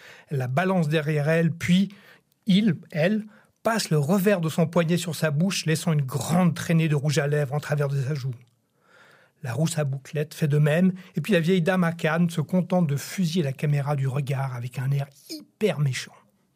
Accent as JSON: {"language": "French", "region": "Geneva", "country": "Switzerland", "tie": "born or raised there", "said": "Chez moi, en Suisse, est créé le comité pour le boycott des courts-ménages et obligatoires pour jeunes filles."}